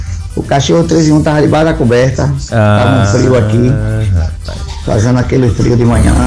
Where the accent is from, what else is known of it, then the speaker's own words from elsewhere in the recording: Conceição do Coité, Bahia, Brazil; Tá lá em Salgadalha, Conceição Coité, minha cidade, onde eu nasci e me criei.